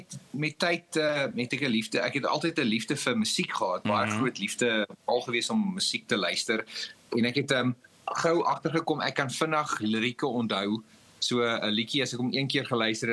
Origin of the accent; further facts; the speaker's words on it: George, Western Cape, South Africa; moved away as an adult; ek het groot geword in George, in die Suid-Kaap. Ek het daar skool gegaan en ek was in Uitenikwa. En dis omtrent dit, ja, ek het maar my kinderjare daar spandeer.